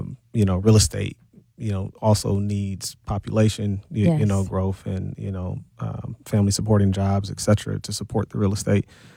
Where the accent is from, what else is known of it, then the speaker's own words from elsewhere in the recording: Milwaukee, Wisconsin, United States; I'm Milwaukee-based, born and raised here in the city. Proud MPS graduate, grew up